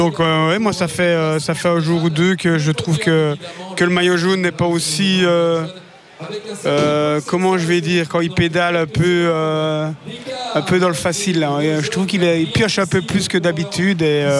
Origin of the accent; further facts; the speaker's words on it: Belgium; en tant que Belge je l'espère.